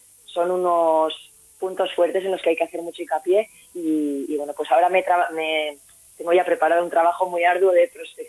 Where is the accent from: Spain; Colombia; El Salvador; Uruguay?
Spain; Beasain, Basque Country; now in Vitoria-Gasteiz, Spain; Soy de Beasain, yo soy de Guipuzcoana.